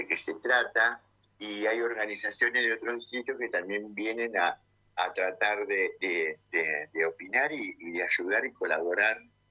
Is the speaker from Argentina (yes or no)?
yes; José C. Paz, Buenos Aires Province, Argentina; Yo soy oriunda igual de José Paz. Nací en José Paz, tengo una familia que viene muy organizada políticamente